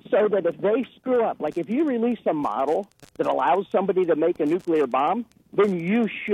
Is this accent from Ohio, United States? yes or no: yes; Ohio, United States; I'm an Ohioan, right? I grew up in Ohio. Like I said, I live there.